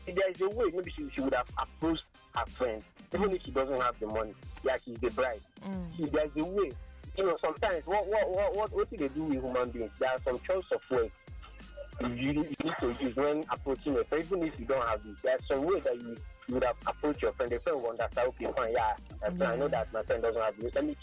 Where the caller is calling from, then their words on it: Abuja, Federal Capital Territory, Nigeria; I'm calling from Abuja